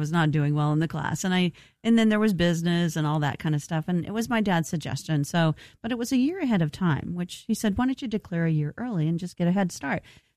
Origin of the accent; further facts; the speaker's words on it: Bartlesville, Oklahoma, United States; born there; I was born in Oklahoma, Bartlesville, Oklahoma, in 1961.